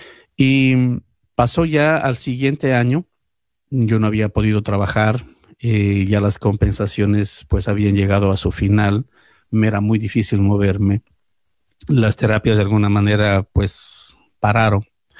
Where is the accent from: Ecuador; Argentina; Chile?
Ecuador; now in New York, United States; En el año 1994 yo vine del Ecuador a Nueva York.